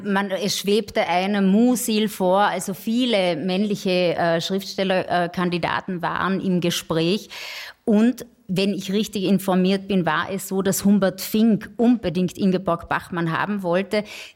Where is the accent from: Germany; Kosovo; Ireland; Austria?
Austria; Ludmannsdorf, Carinthia; Und ich komme nicht aus Klagenfurt, sondern wirklich aus der Kärntner Provinz, eben aus meinem Dorf Ludmannsdorf